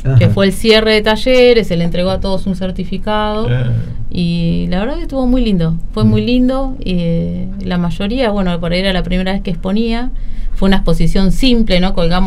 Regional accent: General Rodríguez, Buenos Aires Province, Argentina; soy artista plástica de General Rodríguez

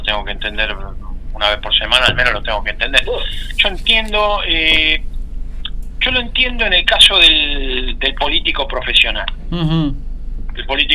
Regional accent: Argentina; nosotros somos resilientes porque somos argentinos

